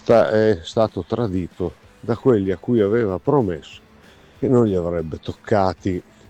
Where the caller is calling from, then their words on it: Imola, Emilia-Romagna, Italy; da Imola.